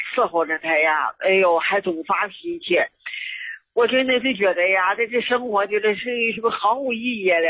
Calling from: Baoding, Hebei, China; 我是河北保定这儿的。

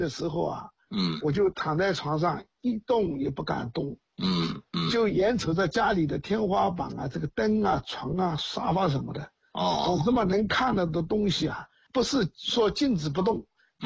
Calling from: Jiangsu, China; 我是江苏的哈，今年呢73了。

